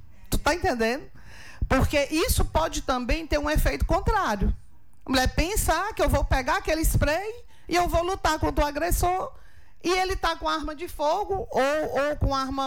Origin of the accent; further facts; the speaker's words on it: Altos, Piauí, Brazil; Nasci e me criei em Altos e moro na rua Dom Pedro II a vida toda, né? Tenho 27 anos de professora